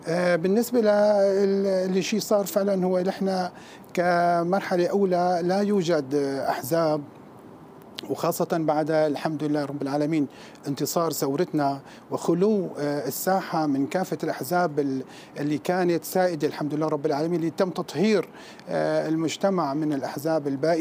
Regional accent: Syria

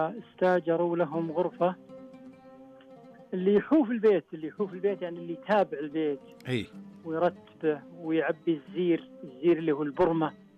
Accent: Saudi Arabia; رحمة لنا جميعا كسعوديين.

